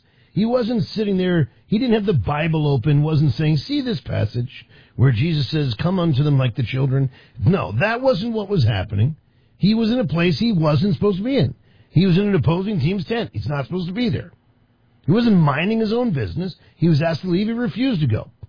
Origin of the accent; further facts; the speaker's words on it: United States; growing up in Washington